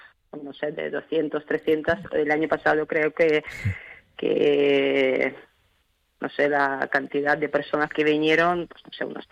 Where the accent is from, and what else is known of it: Ukraine; now in Elche, Spain